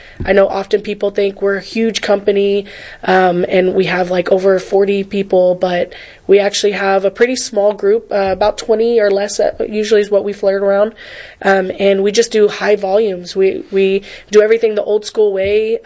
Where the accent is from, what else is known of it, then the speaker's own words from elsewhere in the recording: Tennessee, United States; also born or lived in Fresno, California; Yes. Yeah, and then I grew up, it's funny, I'm from Fresno, but I also grew up in East Tennessee outside of Knoxville and Anderson County, and I grew up climbing up trees and stuff